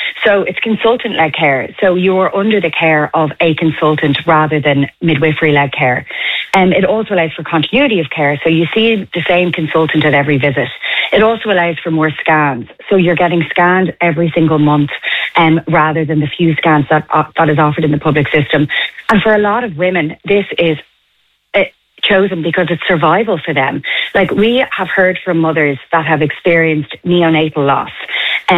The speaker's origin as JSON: {"language": "English", "country": "Ireland", "said": "as an Irish woman, we've battled for choice for long enough"}